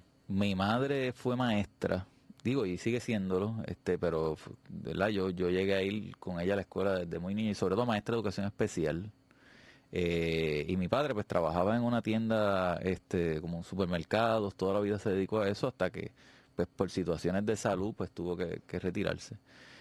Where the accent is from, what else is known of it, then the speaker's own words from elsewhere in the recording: Puerto Rico; moved away as an adult; cuando yo llegué a Ciudad de México a estudiar, los mexicanos nos abrieron las puertas a los puertorriqueños allí